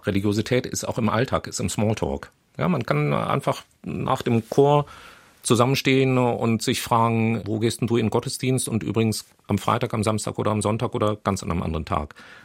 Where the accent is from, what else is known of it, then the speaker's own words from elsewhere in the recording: Germany; Für uns als Deutsche ganz, ganz schwer vorstellbar.